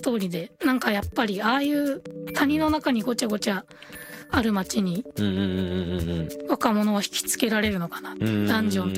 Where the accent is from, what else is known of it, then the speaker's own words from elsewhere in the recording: Tokyo, Japan; 私はこう東京で生まれ育ったんですけど、うん、実はちょっと昨年体調を崩してしまって、もう療養を兼ねて年明けまで実は北九州の方でずっと過ごしてて